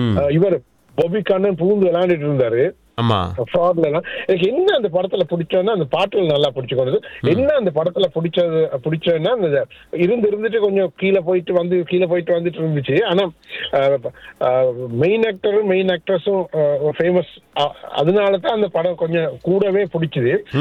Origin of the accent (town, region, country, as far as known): Sri Lanka; born there; moved away